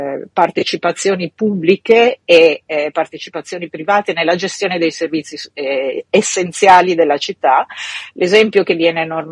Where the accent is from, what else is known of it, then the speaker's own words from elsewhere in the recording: Emilia-Romagna, Italy; io vengo dall'Emilia Romagna